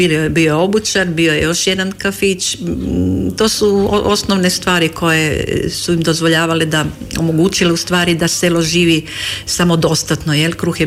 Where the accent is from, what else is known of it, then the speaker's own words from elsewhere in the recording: Zagreb, City of Zagreb, Croatia; moved away as an adult; now in Montemitro, Italy; Ja sam došla iz Zagreba